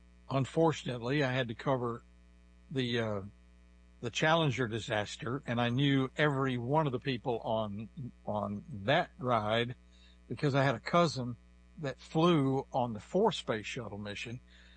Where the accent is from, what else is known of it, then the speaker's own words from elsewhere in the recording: Fairfield, Texas, United States; When I was 10 years old, John Glenn came to deer hunt in my hometown of Fairfield, Texas, which is 90 miles south of Dallas and 161 miles north of NASA.